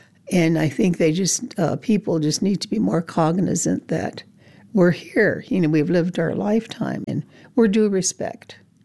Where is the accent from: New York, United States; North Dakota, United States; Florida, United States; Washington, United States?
North Dakota, United States; Fort Berthold Reservation; I was born and raised on the Fort Berthold Reservation, and in our home, my parents had been taken to boarding schools and punished for speaking the language.